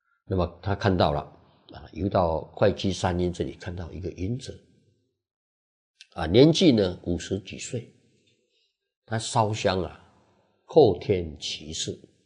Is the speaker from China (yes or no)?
yes; China; 在我们中国人传统观念呢、啊，就是不孝有三，无后为大啊